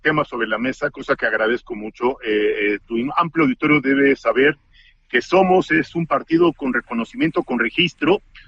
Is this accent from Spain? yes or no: no; Mexico; somos más los mexicanos que queremos un país en paz